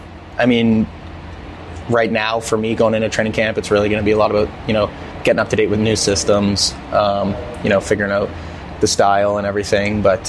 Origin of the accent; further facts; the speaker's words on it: Canada; I'm Canadian.